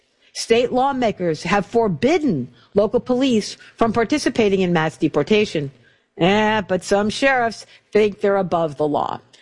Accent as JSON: {"language": "English", "town": "Brooklyn", "region": "New York", "country": "United States", "tie": "born there", "said": "I was born in Bay Ridge. And and where I was born in Bay Ridge, and I'm an old lady, so where I was born in Bay Ridge, there were more Norwegians than in Oslo, Norway."}